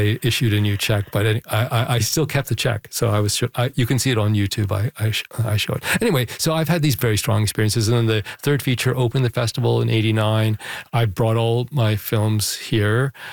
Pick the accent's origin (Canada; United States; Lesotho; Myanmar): Canada; West Coast; when we came to Canada, most of them settled here. So I've spent summers here and a lot of time in the city. And even though I was raised on the West Coast, I really have a strong attachment.